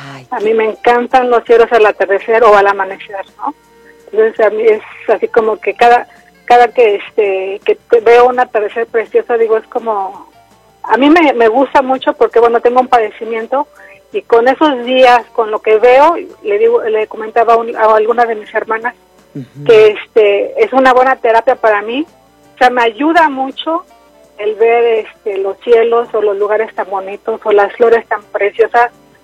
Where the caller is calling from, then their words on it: Arizona, United States; ahorita estoy aquí en Arizona.